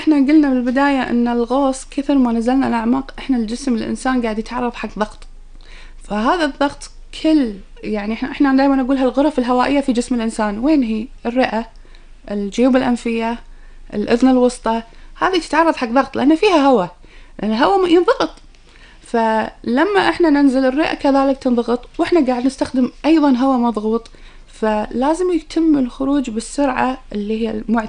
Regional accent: Kuwait; إحنا عندنا بالكويت هني لأن يعني إحنا دولة فيها ساحل أو الخليج العربي نتميز فيه

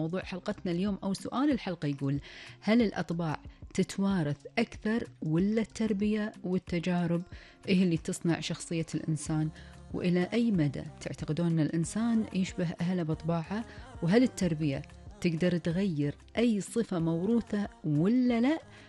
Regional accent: Kuwait; وأيضا فقرتنا الثانية فقرة أخبار الديرة وآخر المستجدات في ديرتنا الحبيبة الكويت.

